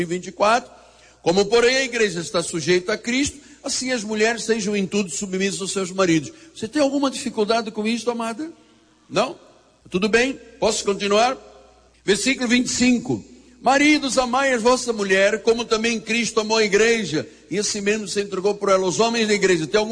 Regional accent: Portugal; moved away; os patrícios da minha terra dizem, quando você acerta o casamento, dizem lá em Portugal

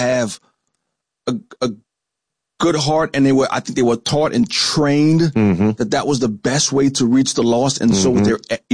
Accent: Louisiana, United States; because again, I grew up in Louisiana in the 70s and 80s, right?

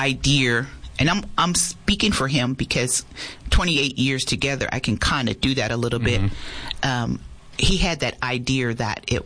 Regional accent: Philadelphia, Pennsylvania, United States; moved away as an adult; now in Yuma, United States

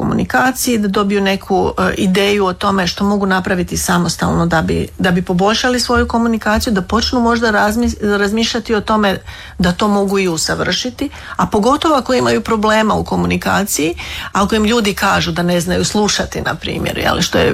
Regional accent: Slavonia, Croatia; Kao što se kod mene možda ne čuje toliko, jer sam odrasla u Slavoniji, gdje se govori, gdje i naglasci nisu toliko, toliko izraženi.

